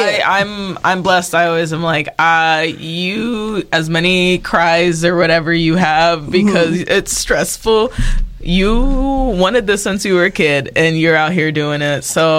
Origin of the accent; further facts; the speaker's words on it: Kentucky, United States; I grew up in Kentucky